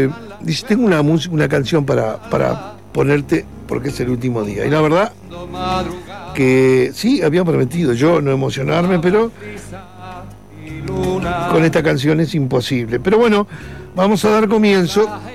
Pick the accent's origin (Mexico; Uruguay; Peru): Uruguay; moved away